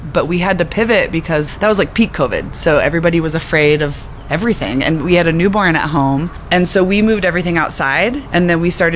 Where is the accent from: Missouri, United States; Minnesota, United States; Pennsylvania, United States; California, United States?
Missouri, United States; Kansas City; So I'm from Kansas City, and when I met Taylor, he had never cooked brisket before.